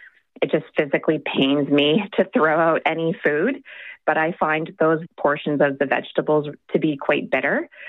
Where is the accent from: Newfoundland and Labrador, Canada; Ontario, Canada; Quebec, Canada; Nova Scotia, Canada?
Ontario, Canada; Kitchener; I'm from Kitchener, Ontario, Canada.